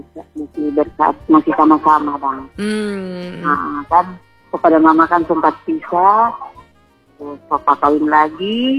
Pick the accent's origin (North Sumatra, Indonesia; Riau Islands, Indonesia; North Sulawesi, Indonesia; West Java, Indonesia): North Sulawesi, Indonesia; now in Bunaken, Indonesia; Kita masa kecilnya kan di Bolang Mongondo.